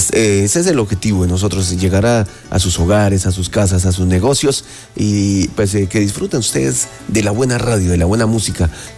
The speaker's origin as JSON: {"language": "Spanish", "region": "Llanos", "country": "Colombia", "said": "Uy, y llanero, sí soy llanero."}